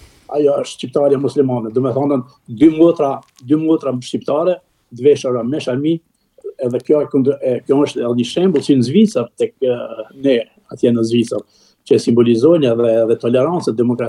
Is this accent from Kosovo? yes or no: yes; Pristina, Pristina District, Kosovo; presidenti im në Thojza, pse jam nga Prishtina